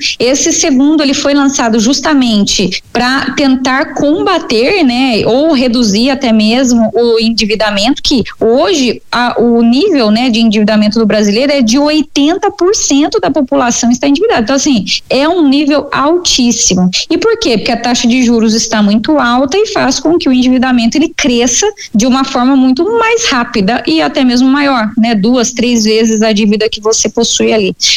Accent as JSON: {"language": "Portuguese", "country": "Brazil", "said": "Então, por que que eu, por exemplo, como brasileira, né?"}